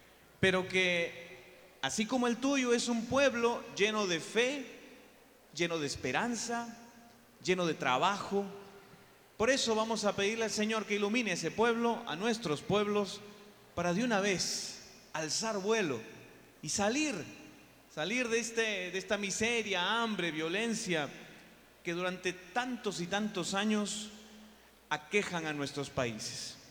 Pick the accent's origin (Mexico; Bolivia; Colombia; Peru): Peru; Yo vengo de Perú, un país que tiene una historia también llena de dificultades, violencia, hiperinflaciones, malos políticos